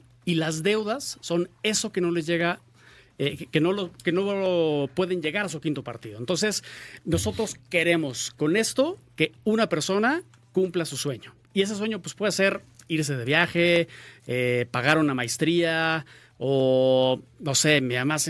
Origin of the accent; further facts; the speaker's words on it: Mexico; siempre tenemos como mexicanos pues esa espinita de, híjole, no llegamos al quinto partido